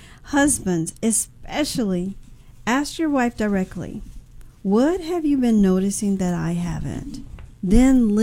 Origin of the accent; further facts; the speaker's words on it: New Orleans, Louisiana, United States; we're going from New Orleans, Louisiana